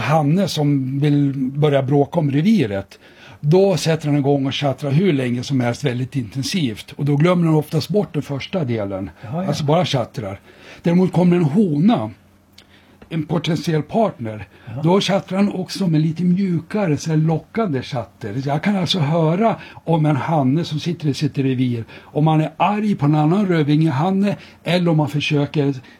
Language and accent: Swedish; Surahammar, Västmanland County, Sweden; moved away as an adult; also born or lived in Uppsala; jag är ju född i Surahammar. När jag flyttade till Uppsala och började läsa biologin så märkte jag att de sjunger helt annorlunda i Uppsala än i mina hemtrakter.